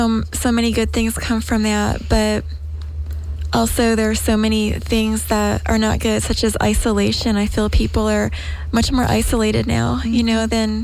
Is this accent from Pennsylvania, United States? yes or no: yes; Pennsylvania, United States; born there; now in Los Angeles, United States; You know, I mentioned I was born in Pennsylvania. My parents moved out here to Los Angeles, and they were already in their 50s and made that huge move, which is a big cultural shift for us to move from a small town on the East Coast.